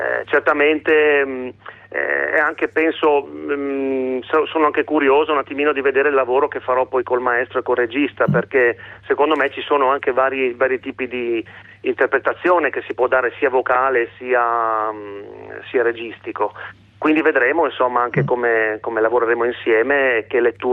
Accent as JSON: {"language": "Italian", "town": "Udine", "region": "Friuli-Venezia Giulia", "country": "Italy", "said": "Ma io sono di Udine Nord. Quindi qualcosina è arrivato anche da noi"}